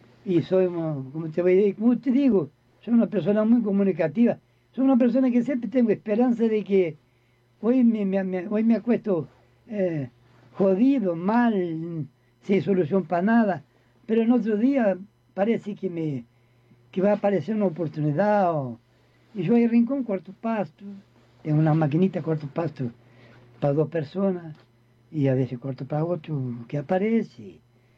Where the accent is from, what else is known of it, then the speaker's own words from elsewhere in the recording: Rio Grande do Sul, Brazil; somos gaúchos. Claro. Somos de Río Grande del Sur.